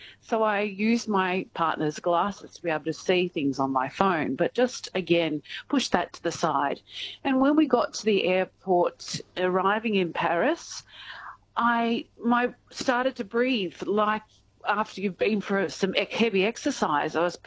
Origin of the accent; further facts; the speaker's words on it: Gippsland, Victoria, Australia; moved away as an adult; now in Sydney, Australia; I am from Gippsland all my life, but the last 3 years I've been in Sydney.